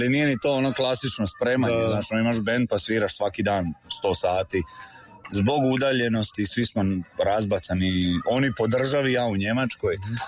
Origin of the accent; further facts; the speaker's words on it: Valpovo, Osijek-Baranja County, Croatia; ja sam tamo iz Valpova.